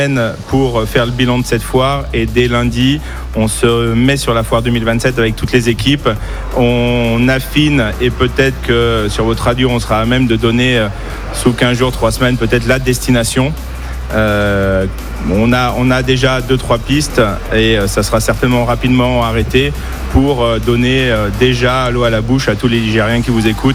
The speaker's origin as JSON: {"language": "French", "town": "Saint-Étienne", "region": "Auvergne-Rhône-Alpes", "country": "France", "said": "je suis stéphanois. Je suis stéphanois depuis 49 ans"}